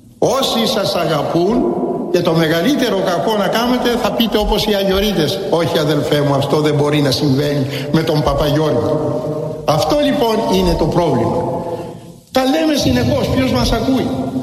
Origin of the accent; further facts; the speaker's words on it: Corfu, Ionian Islands, Greece; στην πατρίδα μου την Κέρκυρα